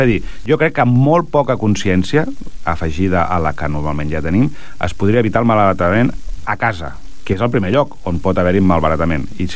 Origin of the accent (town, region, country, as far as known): Vilassar de Mar, Catalonia, Spain